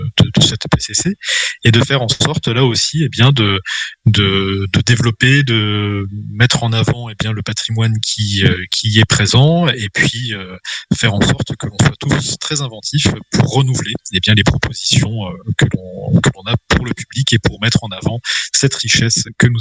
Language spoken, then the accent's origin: French; Grand Est, France; moved away as an adult; now in Quimper, France; d'avoir une expérience hors du Grand Est, puisque je suis originaire de là-bas et que j'ai surtout exercé dans cette région-là